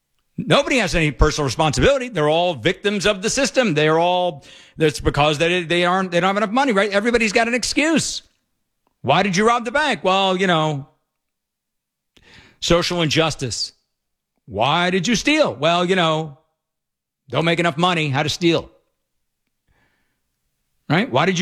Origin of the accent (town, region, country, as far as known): United States